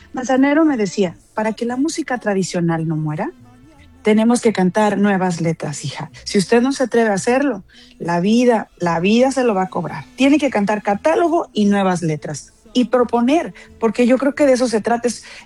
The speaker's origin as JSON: {"language": "Spanish", "town": "Hermosillo", "region": "Sonora", "country": "Mexico", "tie": "born there", "said": "Sí, yo nací en Hermosillo, aunque mi madre y mi abuela son oaxaqueñas."}